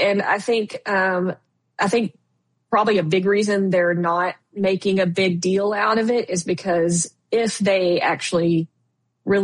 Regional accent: Texas, United States; moved away; I am originally from Texas

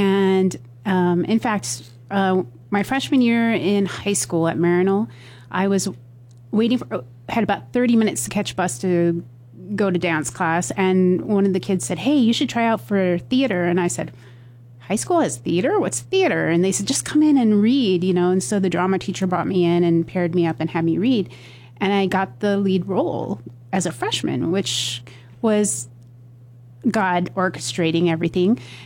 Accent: Hawaii, United States; also born or lived in Racine, Wisconsin; Well, I would say I was born in Racine, Wisconsin, but in about third grade, my parents got divorced, and so my mom took my brother and I to live in Hawaii with my grandparents.

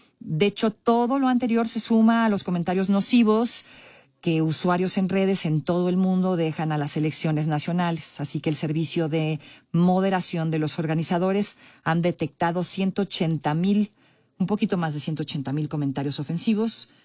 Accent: Mexico; Nosotros como mexicanos, tú si eres inglés, a lo mejor tú si eres de otro país, ¿no?

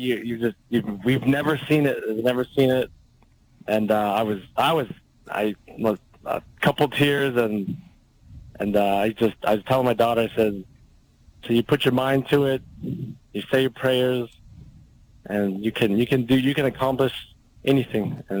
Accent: United States; for me, I'm Native American, Navajo, and there to support a fellow Native, and it was great.

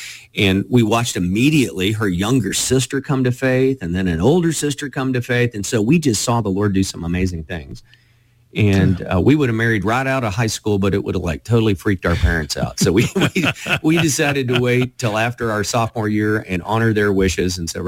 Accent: Texas, United States; Well, I'm born and raised in North Texas. I don't know why they call it North Texas. It's the Dallas-Fort Worth area.

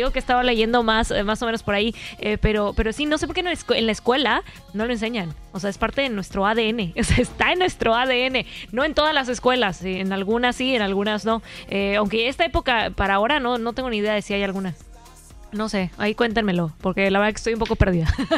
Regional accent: Yucatán, Mexico; Y soy yucateca, no sé maya, porque mi mamá es de Campeche.

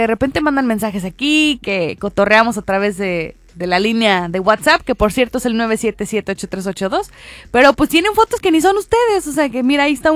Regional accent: Mexico; Todos somos mexicanos, del color que sean internamente.

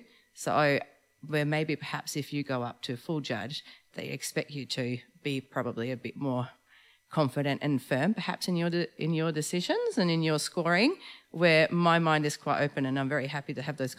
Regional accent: Sweden; moved away as an adult; now in Australia; as you probably can tell, I have a bit of an accent. I wasn't born here and I come from a country pretty far away. I come from Sweden, and in Sweden there's no wine industry. We don't grow grapes. It's cold there, so grapes can't really grow. I came to Australia in 2005

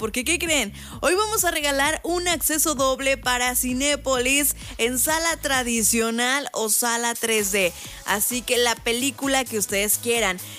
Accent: Mexico; los memes ganaron en las redes sociales, obviamente, como buen mexicano.

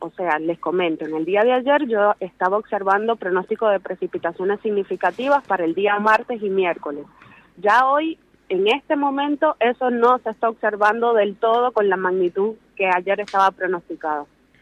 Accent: Granma, Cuba; now in Argentina; en Manzanillo, que es uno de los pueblos más importantes de mi provincia

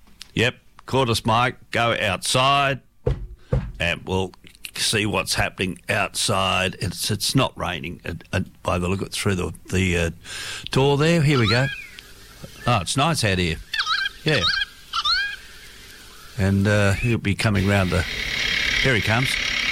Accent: Australia; makes you proud to be Australian

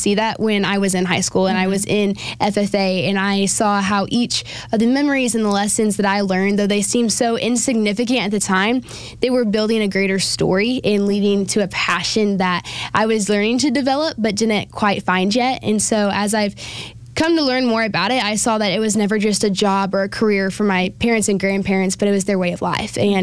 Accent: Bolivar, Missouri, United States; I was born and raised on my family's farm down in southwest Missouri. I'm originally from Bolivar, and growing up, we ran a dairy farm. I loved growing up on a dairy farm.

